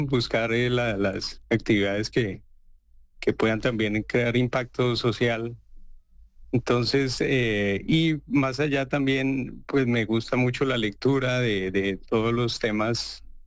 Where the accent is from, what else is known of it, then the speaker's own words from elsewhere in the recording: Colombia; esa vez es muy distinta a la nuestra o a la con la que yo crecí en Colombia, ¿no?